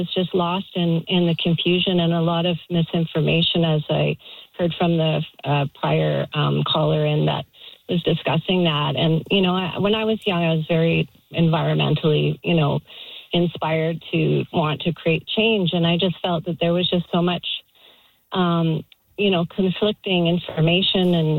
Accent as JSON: {"language": "English", "region": "British Columbia", "country": "Canada", "tie": "born or raised there", "said": "And, you know, I grew up in the Okanagan. I don't live there anymore"}